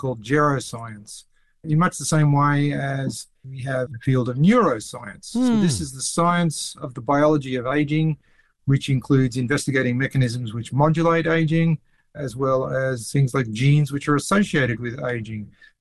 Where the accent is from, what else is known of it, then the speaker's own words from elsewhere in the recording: Australia; I remember my grandparents came over from Britain because I grew up in Australia.